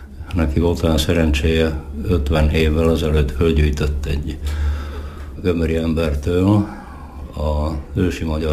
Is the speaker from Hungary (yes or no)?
no; Southern Slovakia, Slovakia; Felvidéki magyarként adott volt a kedvenc téma a megmaradásunk, a kultúránkért való küszködés.